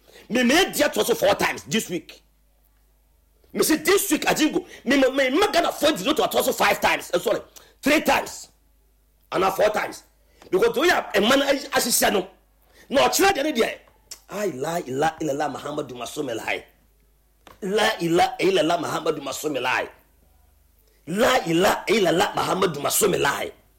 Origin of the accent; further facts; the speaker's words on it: Cape Coast, Central Region, Ghana; I'm coming from Cape Coast. A buradia. Come to Cape Coast.